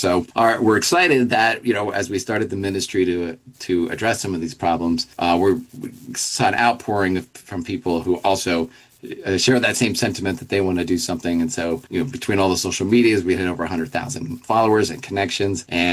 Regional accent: Philadelphia, Pennsylvania, United States

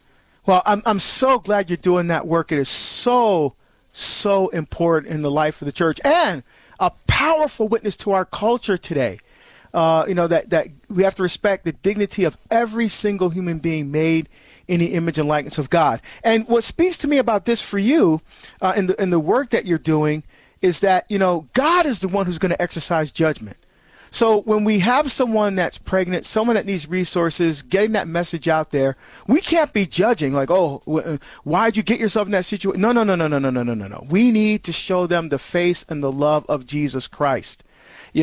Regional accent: New Jersey, United States; I get to go to my home state of New Jersey

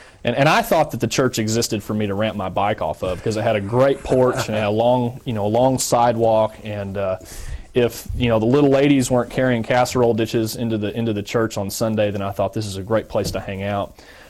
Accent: Arkansas, United States; You know, I grew up in an area where the Catholic Church was not a very prominent church. I grew up in Northwest Arkansas.

